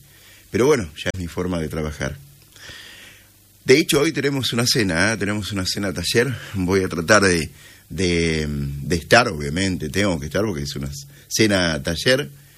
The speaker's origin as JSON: {"language": "Spanish", "country": "Argentina", "tie": "born or raised there", "moved": "yes", "said": "Yo me acuerdo que era chico, vivía en mi pueblo, en Lampilleta, y ya escuchaba radio."}